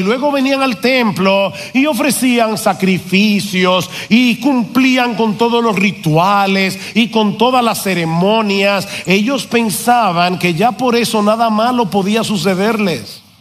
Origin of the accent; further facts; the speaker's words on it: San Juan de la Maguana, San Juan, Dominican Republic; born there; Yo nací en San Juan de la Maguana.